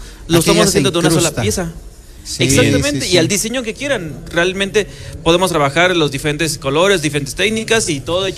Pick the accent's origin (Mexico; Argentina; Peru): Mexico; San Nicolás de los Ranchos, Puebla; nosotros somos la cultura de las piedras, que somos originarios de San Nicolás de los Ranchos.